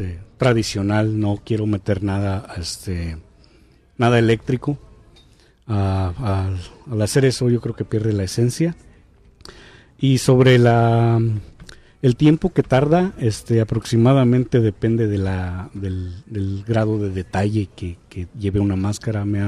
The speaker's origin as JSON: {"language": "Spanish", "town": "San Sebastián Tecomaxtlahuaca", "region": "Oaxaca", "country": "Mexico", "moved": "yes", "lives_now": "California, United States", "said": "originalmente la esencia de esta danza inicias en mi pueblo, San Sebastián Tecomaxtlahuaca."}